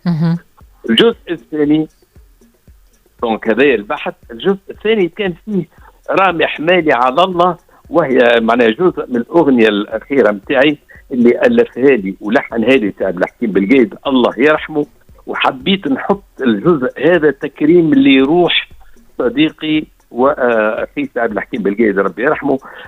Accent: Kairouan, Kairouan Governorate, Tunisia; وانا صغير نرجع 60 سنة التالي في مدينة القيروان،

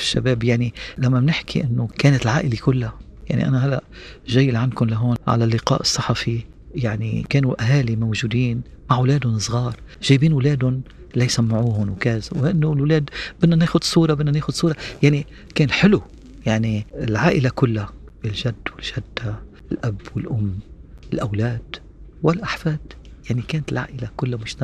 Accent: Lebanon; أنا جاي من بيروت، جاي من بلد منكوب،

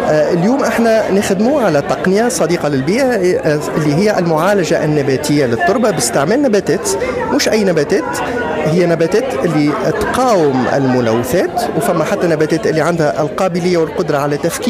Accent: Tunisia

